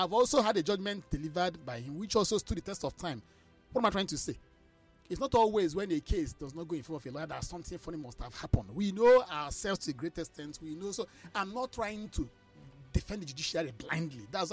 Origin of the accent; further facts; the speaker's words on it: Amechi, Enugu State, Nigeria; I'm from Amechi.